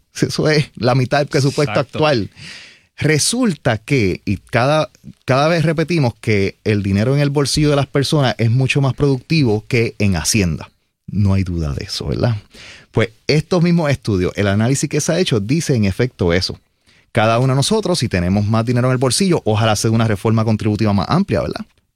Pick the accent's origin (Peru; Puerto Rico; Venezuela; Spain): Puerto Rico; Jayuya; yo soy de Jayuya.